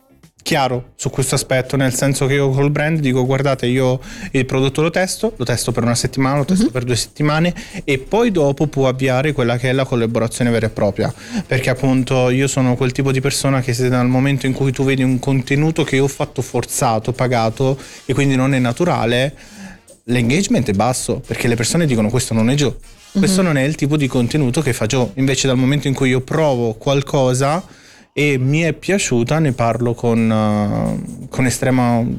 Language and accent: Italian; Naples, Campania, Italy; perché anche a me piace tanto cucinare da buon napoletano quale sono.